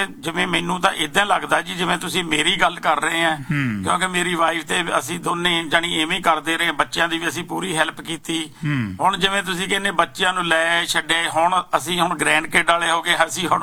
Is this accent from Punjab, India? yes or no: yes; Moga, Punjab, India; now in Canada; Proper Moga ਸ਼ਹਿਰ, ਹਾਂਜੀ। ਮੈਂ ਤਾਂ ਉੱਥੇ ਜੰਮਿਆ ਪਲਿਆ ਜੀ, ਤੇ ਪਿੰਡ ਸਾਡਾ ਨਾਲ ਸੀਗਾ ਸਲੀਨਾ।